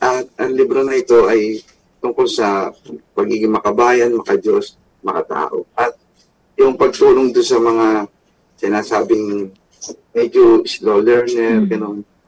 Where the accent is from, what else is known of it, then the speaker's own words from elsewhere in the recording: Manila, Metro Manila, Philippines; nataga-Tondo ako.